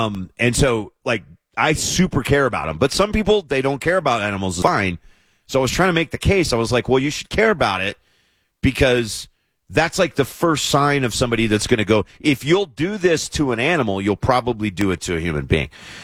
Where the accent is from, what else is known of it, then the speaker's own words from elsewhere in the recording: Kentucky, United States; moved away; in my home state of Kentucky